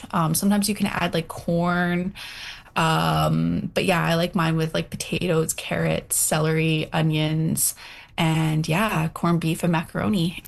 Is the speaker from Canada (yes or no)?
yes; British Columbia, Canada; now in Victoria, Canada; I am a Nisga, and I'm from the Gnadda, Frog, and Raven clan. I'm currently a visitor on the traditional territories of the Algonquin and Wissanich peoples here in Victoria, BC.